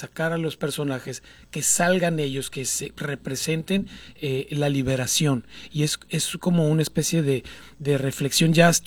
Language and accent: Spanish; Hermosillo, Sonora, Mexico; moved away as an adult; now in Guadalajara, Mexico; Yo soy de aquí de Hermosillo, sí. Hace 30 años que salí yo de aquí de Hermosillo. Yo empecé aquí en Hermosillo.